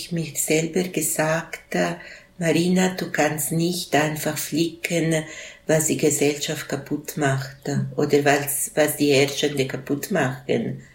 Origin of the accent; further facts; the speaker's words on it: Switzerland; born there; accent: the village dialect; Meine Eltern stammen aus Norditalien. Wir haben das gleiche Dialekt wie im Dorf gesprochen. Und man hat uns nicht angesehen, dass wir nicht von dort waren.